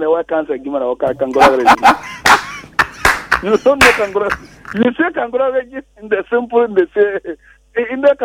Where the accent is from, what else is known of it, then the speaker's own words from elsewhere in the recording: Ghana; I go there. I'm from Ghana.